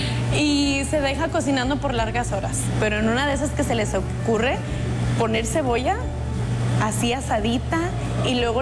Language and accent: Spanish; Fresnillo, Zacatecas, Mexico; now in San Jose, United States; Soy originaria de Fresnillo, Zacatecas. Ahí mis papás tenían una birrería por la cual duraron por muchos años. Gracias a Dios, Fresnillo nos acogió muy bien.